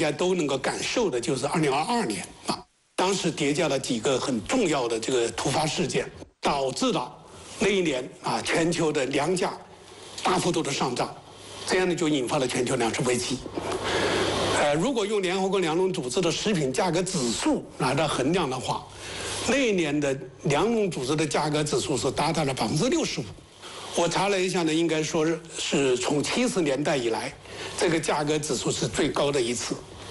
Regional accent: China; 我们中国人的饭碗将担得更牢

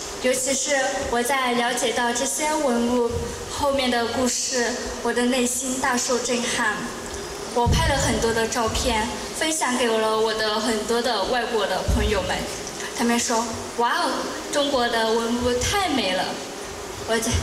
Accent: Laos; Chinese is a second language; now in Guiyang, China; ，现在是贵州理工学院国际教育学院的一名留学生。

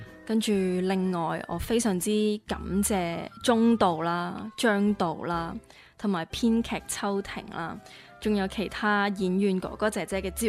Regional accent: Macau; 我同麦思玉一样都是土生土长的澳门人

